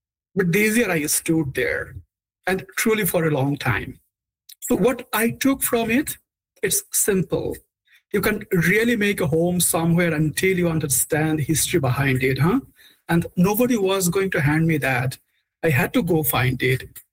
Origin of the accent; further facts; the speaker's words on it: Bangladesh; now in Canada; as you already know that I'm from Bangladesh, right? You know that it was under British rule for nearly 200 years and then under Pakistan for 24 more.